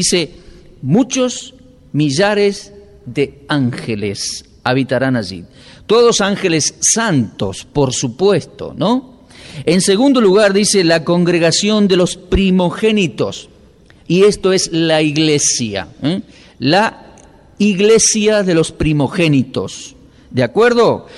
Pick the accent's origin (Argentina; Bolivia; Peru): Argentina; Yo tengo pasaporte argentino porque, bueno, soy argentino